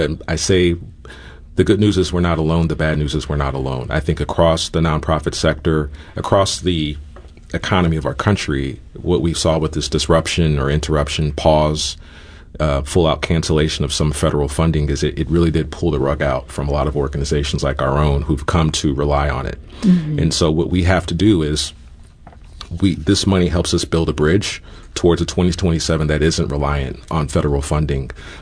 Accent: Missouri, United States; Missouri, however, and it hurts me to say, it's my home state, is somewhat unique in the description that Rachel just gave you.

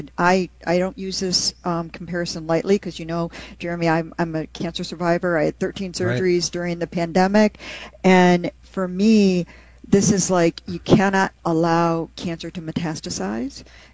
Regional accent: Detroit, Michigan, United States; and I'm a child of the 1970s, and I became an economist because I grew up in Detroit.

